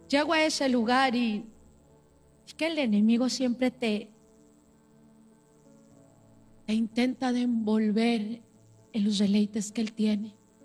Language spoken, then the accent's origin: Spanish; Monterrey, Nuevo León, Mexico; Soy de Monterrey, Nuevo León, México.